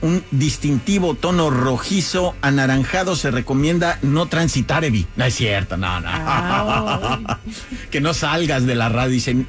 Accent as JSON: {"language": "Spanish", "region": "Oaxaca", "country": "Mexico", "tie": "born there", "said": "Soy bebé eclipse de Oaxaca."}